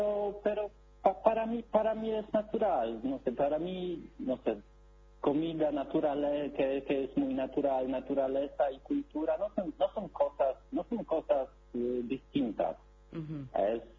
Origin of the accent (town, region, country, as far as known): Poland; Spanish is a second language; now in Argentina